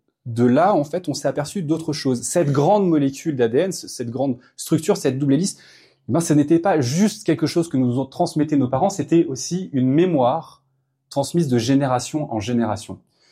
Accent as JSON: {"language": "French", "town": "Pau", "region": "Nouvelle-Aquitaine", "country": "France", "tie": "born there", "said": "Et moi, je suis né à Pau."}